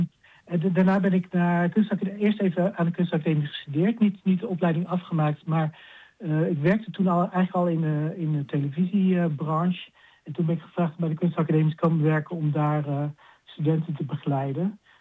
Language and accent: Dutch; Sint-Michielsgestel, North Brabant, Netherlands; born there; Ik ben geboren in Sint-Michiels-Gestel in Brabant. Maar daar woonden mijn ouders toen.